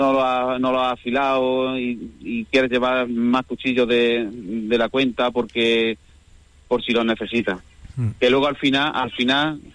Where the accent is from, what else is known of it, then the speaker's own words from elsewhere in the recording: Añora, Andalusia, Spain; now in Villanueva de Córdoba, Spain; Sí, sí, en Villanueva, en Añora, en mi pueblo también lo he escuchado.